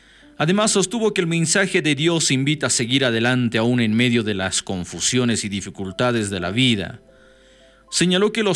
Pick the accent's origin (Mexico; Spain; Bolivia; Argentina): Bolivia